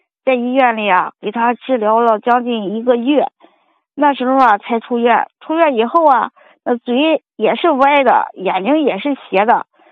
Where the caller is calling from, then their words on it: Gucheng, Hebei, China; 我是河北固城县的。